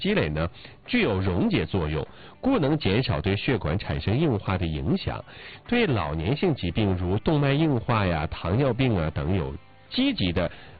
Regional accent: Northeast China, China; accent: Northeastern dialect; 我们东北话说笨豆油嘛，

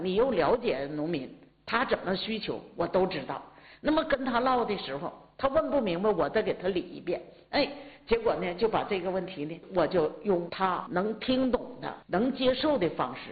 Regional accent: Shuangliao, Jilin, China; 我老家是双辽的

